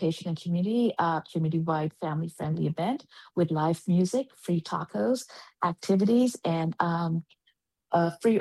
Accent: Trinidad & Tobago; also born or lived in Guyana; Well, I was born in Guyana, and again, I grew up in Trinidad.

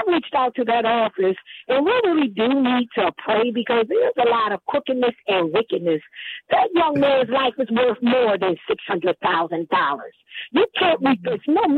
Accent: Alexandria, Virginia, United States; now in Washington, D.C., United States; I'm from Alexandria, Virginia, born and raised 63.

